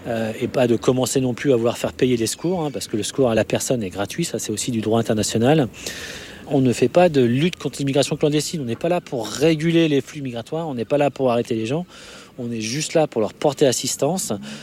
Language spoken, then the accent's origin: French; France; Et puis, on est français et la troisième valeur de la France, c'est la fraternité.